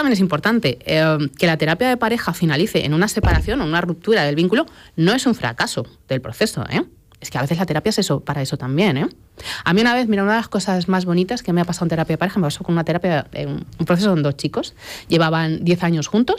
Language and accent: Spanish; Tomelloso, Castilla-La Mancha, Spain; yo soy de Tomelloso